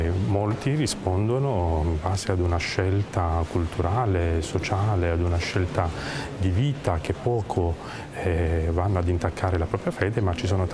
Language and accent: Italian; Apulia, Italy; now in Grottaferrata, Italy; sono originario della Puglia, del sud Italia, sono un seminarista camigliano